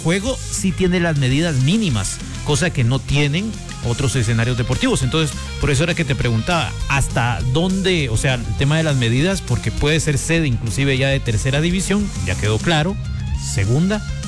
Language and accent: Spanish; Villa Nueva, Guatemala Department, Guatemala; allá por mi pueblo, ¿verdad? Ahí en Villanueva